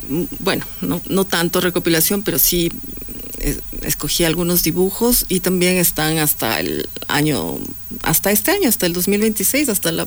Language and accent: Spanish; Ecuador; nosotros como ecuatorianos